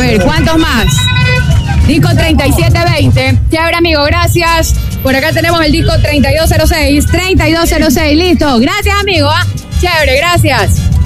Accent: La Libertad, Santa Elena, Ecuador; Nosotros somos de Santa Elena, provincia de Santa Elena, Cantón La Libertad, ¿verdad?

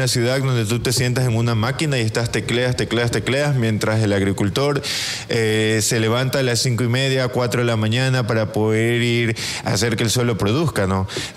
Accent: Ecuador; yo como ciudadano ecuatoriano.

